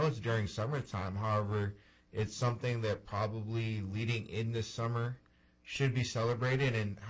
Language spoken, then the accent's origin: English; Sheboygan, Wisconsin, United States; moved away as an adult; also born or lived in Milwaukee; Well, I grew up in Sheboygan, so also a very Caucasian city, especially in the 90s.